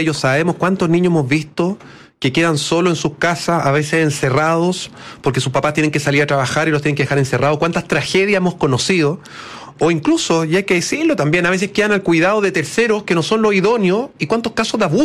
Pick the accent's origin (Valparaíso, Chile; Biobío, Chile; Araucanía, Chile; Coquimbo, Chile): Coquimbo, Chile; Ovalle